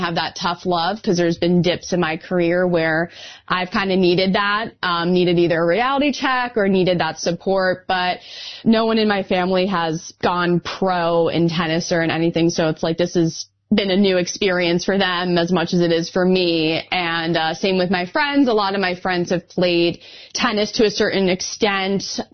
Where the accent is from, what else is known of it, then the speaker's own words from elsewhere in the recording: New York, United States; I'm from New York, so US Open is a special place to me, just in my backyard.